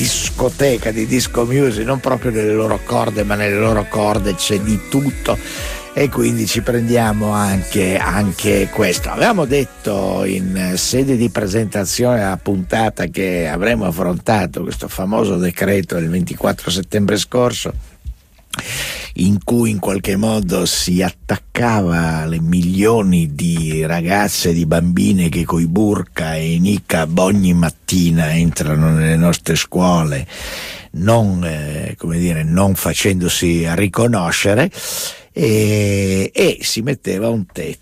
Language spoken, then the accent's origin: Italian; Friuli-Venezia Giulia, Italy; sindaca di Monfalcone delle mie parti